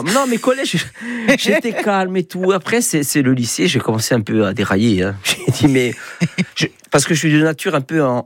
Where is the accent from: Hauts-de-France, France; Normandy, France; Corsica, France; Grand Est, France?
Corsica, France; Bastia; je ne suis pas de TOG, moi je suis de Montésor, tout ça. Mais j'habite à côté maintenant.